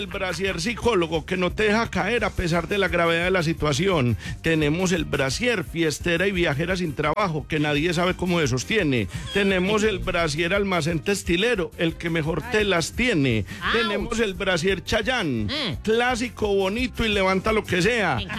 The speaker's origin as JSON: {"language": "Spanish", "region": "Antioquia", "country": "Colombia", "said": "Pero usted se imagina uno acá como paisa que es tan buen vendedor."}